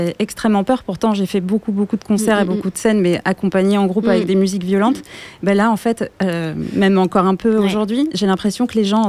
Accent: Bordeaux, Nouvelle-Aquitaine, France; Enfin, moi, je suis bordelaise.

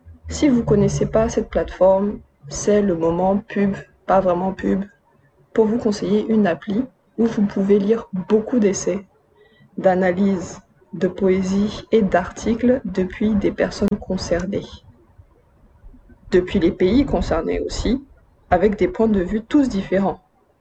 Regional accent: Madagascar; en gros, j'ai mes papiers malgaches, toujours, mais j'ai été et je reste de la diaspora malgache. Je suis une malgache qui sera toujours diaspora, je pense.

